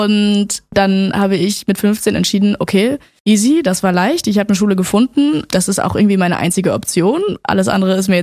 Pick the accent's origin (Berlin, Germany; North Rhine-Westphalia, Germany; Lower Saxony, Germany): Berlin, Germany; come on, ich komme aus Berlin.